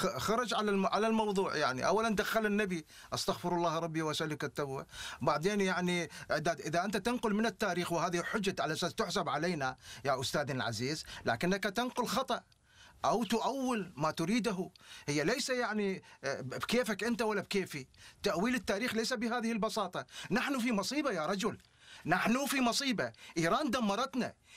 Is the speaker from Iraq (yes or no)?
yes; Iraq; بلدي العراق